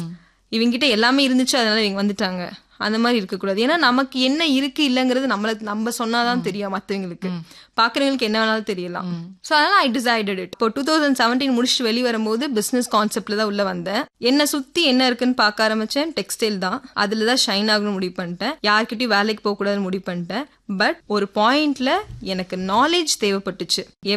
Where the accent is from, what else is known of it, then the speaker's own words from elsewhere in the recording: Erode, Tamil Nadu, India; நான் வந்து Erode ma'am, proper Erode. Native எல்லாமே எனக்கு ஈரோடு தான். ஸ்கூலிங் ஈரோட்ல தான் படித்தேன். கிறிஸ்ட் ஜோதி ஸ்கூல், பிவி ஸ்கூல், ரெண்டு ஸ்கூல்ல primary and secondary, high school படித்தேன்.